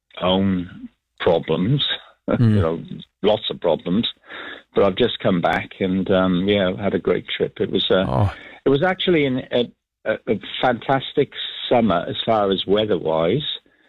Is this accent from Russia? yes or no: no; Cardiff, Wales, United Kingdom; born there; also born or lived in New Zealand / Australia; The village that, although I was born in Cardiff, I live in a village in Pembrokeshire, and it's beautiful.